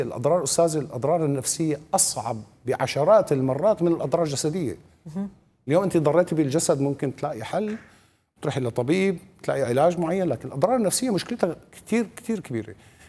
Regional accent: Syria; فنحن هدول سوريين بالنسبة لنا هدول أولاد

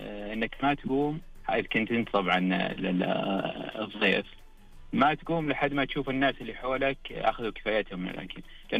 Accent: Ha'il, Ha'il Province, Saudi Arabia

